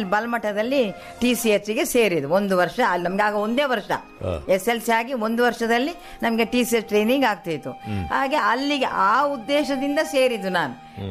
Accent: Mangalore, Karnataka, India; moved away as an adult; also born or lived in Surathkal; now in Mangalore, India; ನಾವು ಪಣಂಬೂರಿಂದ ವಿದ್ಯಾದಾಯನಿಗೆ ನಡ್ಕೊಂಡು ಹೋಗಿ ಬಂದು ಕಲ್ತವರು.

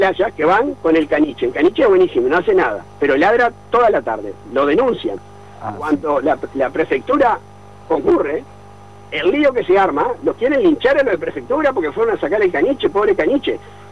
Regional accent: Maldonado, Uruguay; Lo que somos de Maldonado

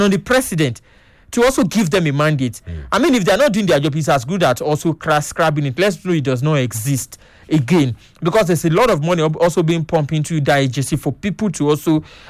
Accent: Nigeria; as a Nigerian, to the Yoruba culture

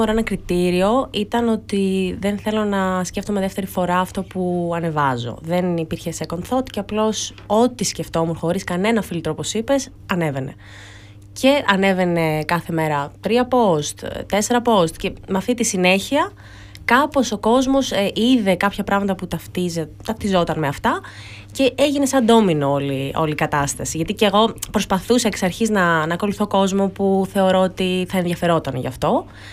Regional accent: Thessaloniki, Central Macedonia, Greece; εγώ είμαι από Θεσσαλονίκη, σπούδασα διοίκηση επιχειρήσεων στο Πανεπιστήμιο Μακεδονίας. Και μετά έκανα και ένα μεταπτυχιακό στο Άμστερνταμ, πάνω στο digital business.

